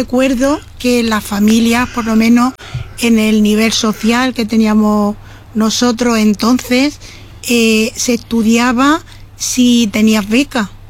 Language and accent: Spanish; Úbeda, Andalusia, Spain; born there; moved away; Yo soy nacida en Úbeda, que es un pueblo de Jaén, y fue fundamental para el tema migratorio de mis padres